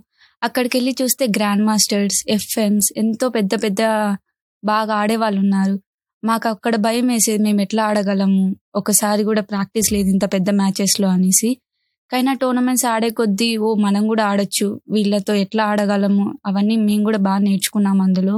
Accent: Nagarajupalli, Andhra Pradesh, India; Sir, మా ఊరు ఒక చిన్న పల్లెటూరు, నాగరాజుపల్లి అని, అది కడప జిల్లాలో ఉంటుంది.

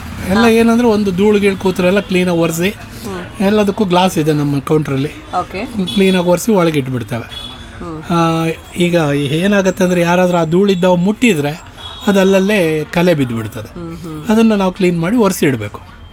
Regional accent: Thirthahalli, Karnataka, India; moved away as an adult; now in Shivamogga, India; ನಾನು ಹುಟ್ಟಿದ್ದು ತೀರ್ಥಹಳ್ಳಿಯಲ್ಲಿ ಟೌನು. ಓದಿದ್ದು ಅಪ್ ಟು 10th ತೀರ್ಥಹಳ್ಳಿಯಲ್ಲಿ. ಆಮೇಲೆ 5 ವರ್ಷ ಕಾಲೇಜಲ್ಲಿ ಶಿವಮೊಗ್ಗದಲ್ಲಿ DVS ಅಲ್ಲಿ ಮಾಡಿದ್ದು

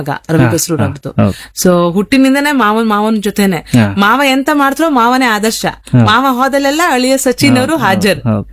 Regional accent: Kundapura, Karnataka, India; ನಾವು ಕುಂದಾಪುರದವರಂಬುದನ್ನ ಎದೆ ತಟ್ಟಿ ಹೇಳುವಂತಹ ಸ್ಥಿತಿ ಪರಿಸ್ಥಿತಿ, ಅದೊಂದು ಗರ್ವದಲ್ಲಿ ನಾವು ಕುಂದಾಪುರದವರಿದ್ದೋ.

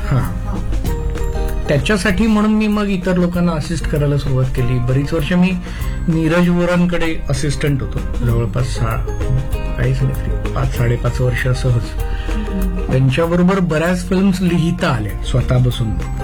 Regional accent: Mumbai, Maharashtra, India; नंतर आई वडिलांची ट्रान्सफर झाली माझ्या औरंगाबादला आणि मी आणि माझी बहीण इकडे मावशीकडे लहानाचे मोठे झालो कृष्णनगरमध्ये बोरीवलीला.

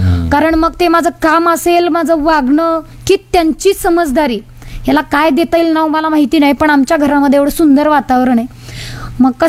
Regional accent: Osmanabad district, Maharashtra, India; मी मराठवाड्याची हे वाक्य सांगत असते की मी मराठवाड्यातली आहे, उस्मानाबाद जिल्ह्यातली आहे, धाराशिव जिल्ह्यातील आहे.

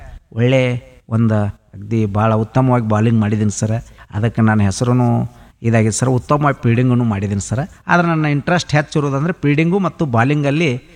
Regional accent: Belagavi, Karnataka, India; ನಮ್ಮ ಬೆಳಗಾವಿ ವೇಣುದನಿ ಮಾಡ್ತಾ ಇದೆ.

